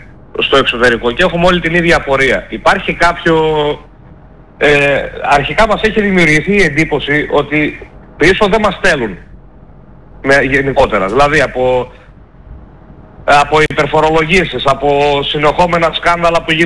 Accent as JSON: {"language": "Greek", "country": "Greece", "said": "εγώ θα ήθελα να μιλήσω σαν Έλληνα του εξωτερικού"}